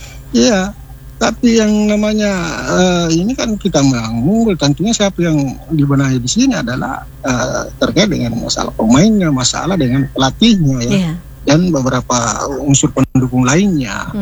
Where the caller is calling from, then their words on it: Parepare, South Sulawesi, Indonesia; Kami selaku orang Parepare yang tentunya tempat home base-nya PSM ya